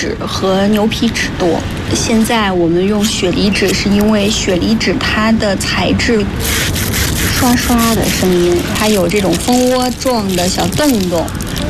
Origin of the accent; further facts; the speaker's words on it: China; 我们中国人讲究图必有意，意必吉祥